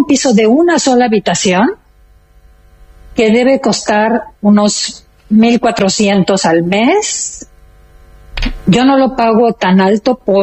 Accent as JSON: {"language": "Spanish", "country": "Mexico", "said": "Todos me preguntan, ¿de dónde eres? Inmediatamente que abro la boca, porque tienes acento siempre. Pero yo muy orgullosa siempre digo de México."}